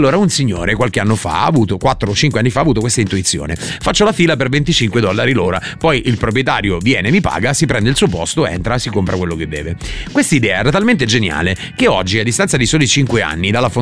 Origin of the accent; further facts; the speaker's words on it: Sicily, Italy; Io vengo dalla Sicilia, dove i lavori si sono sempre inventati in ogni epoca.